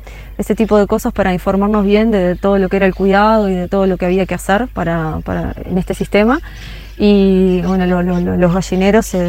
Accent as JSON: {"language": "Spanish", "town": "Sarandí del Yí", "region": "Durazno", "country": "Uruguay", "tie": "born or raised there", "moved": "as an adult", "lives_now": "Estación Chileno, Uruguay", "said": "yo soy oriunda de Sarandí del Xi, viví en Durazno también, y bueno, luego que nos casamos con Gonzalo, me vine a vivir acá."}